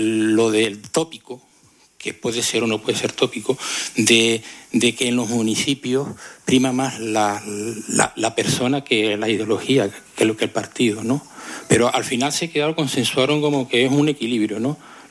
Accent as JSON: {"language": "Spanish", "town": "Granadilla de Abona", "region": "Canary Islands", "country": "Spain", "said": "Yo soy de un municipio ya es como a partir de 50.000 habitantes ya es, se considera grande, ¿no?"}